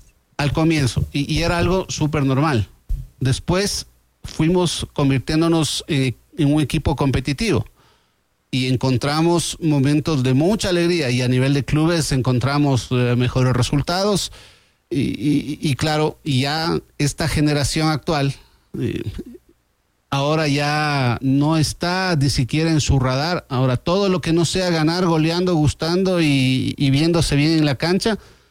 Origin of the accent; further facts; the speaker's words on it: Ecuador; somos de Ecuador